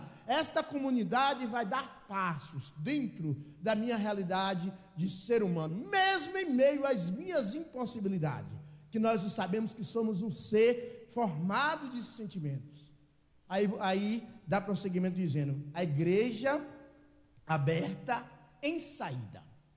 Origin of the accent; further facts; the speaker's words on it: Jequitinhonha Valley, Minas Gerais, Brazil; moved away as an adult; Estou nessa região já há 2 anos, já há 2 anos nessa região, mas não sou dessa região, sou do Vale do Jequitinhonha. Não conheço muito esta região